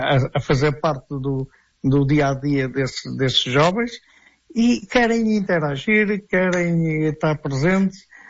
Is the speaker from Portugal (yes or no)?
yes; Portugal